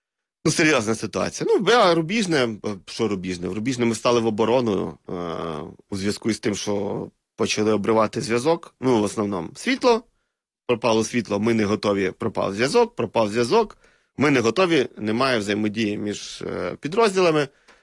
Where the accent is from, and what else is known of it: Luhansk Oblast, Ukraine